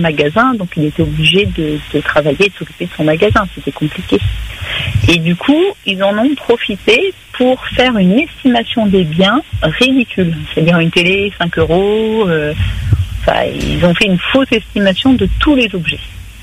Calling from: Réunion; moi-même je suis à La Réunion

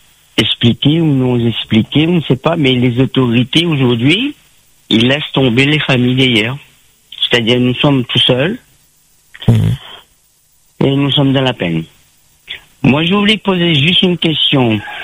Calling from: Saint-André, Réunion; je vous appelle de Saint-André

